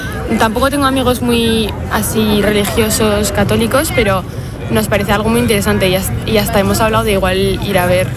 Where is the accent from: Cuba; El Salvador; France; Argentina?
France; Spanish is a second language; also born or lived in Spain; No, o sea, sí, soy francesa. Pero he vivido en España 6 años.